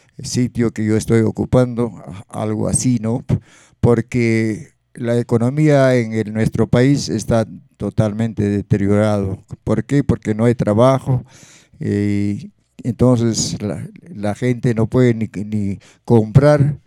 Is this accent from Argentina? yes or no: no; Peru; en el Perú que vivimos estamos todos igual